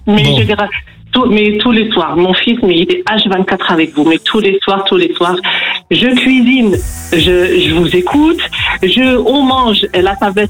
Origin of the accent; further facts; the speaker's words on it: Saint-Étienne, Auvergne-Rhône-Alpes, France; Alors je viens de Saint-Étienne.